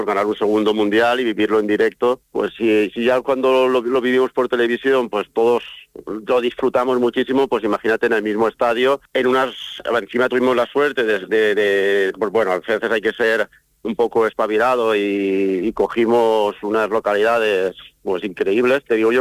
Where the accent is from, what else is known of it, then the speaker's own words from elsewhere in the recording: Valencian Community, Spain; Sí, ya con ganas de descansar, porque al final los viajes ya sabes que son ajetreados y tal, y de todas maneras, como en la tierra nuestra, como en la Comunidad Vale